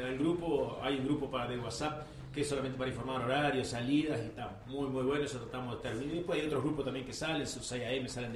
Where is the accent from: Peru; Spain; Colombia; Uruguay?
Uruguay; Montevideo; no soy de Salto Nuevo, toda mi vida viví lo que es a la vuelta de River, el barrio acá del asilo, acá viví ahí.